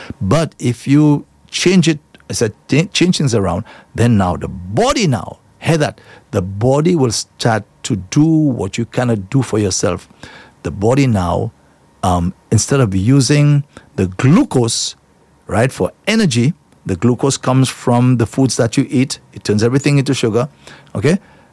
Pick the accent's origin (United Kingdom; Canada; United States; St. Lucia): St. Lucia; La Clery, Castries; La Clairie, that's my hometown